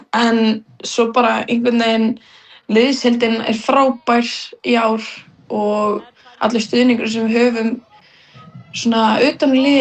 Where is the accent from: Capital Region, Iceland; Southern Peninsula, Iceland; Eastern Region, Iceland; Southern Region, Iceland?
Eastern Region, Iceland; Vopnafjörður; Já, við erum svo að frá Vopnafirði og þá er mjög líklegt að við séum að vinna í Brim